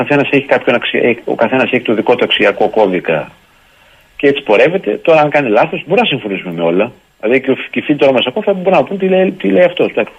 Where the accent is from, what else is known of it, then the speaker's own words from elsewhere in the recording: Tzoumerka, Epirus, Greece; εγώ έχω κρεμάσει την κάπα μου, λέμε στο χωριό μου, στην Ήπειρο, στα ορεινά και στα Τζουμέρκα τα ορεινά.